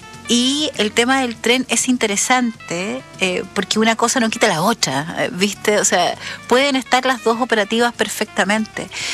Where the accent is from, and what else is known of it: Chile